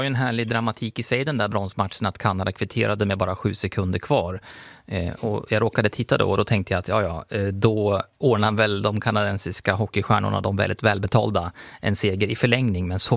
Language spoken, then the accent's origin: Swedish; Jämtland County, Sweden; Och jag som är uppväxt i Jämtland